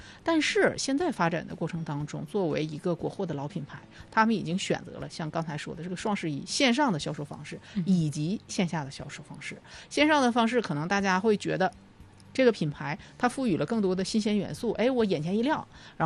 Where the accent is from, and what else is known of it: Northeast China, China